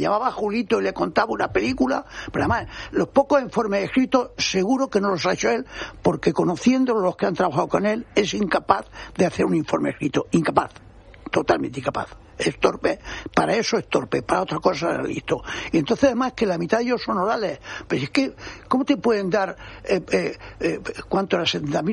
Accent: Spain; yo soy un español normal

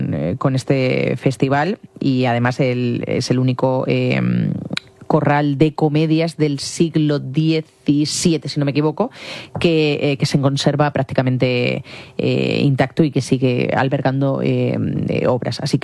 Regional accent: San Javier, Region of Murcia, Spain; que también hay en San Javier, por ejemplo, ahí en mi tierra hay un montón

